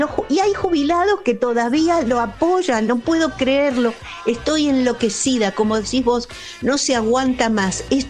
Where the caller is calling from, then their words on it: Buenos Aires, Argentina; de Villaluro